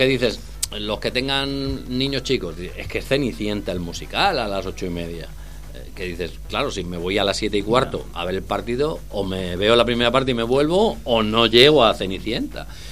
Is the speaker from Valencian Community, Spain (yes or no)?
no; Tordesillas, Castile and León, Spain; Que dices, vale, es en Tordesillas, no está muy lejos, pero claro, es que es la fiesta de mi pueblo.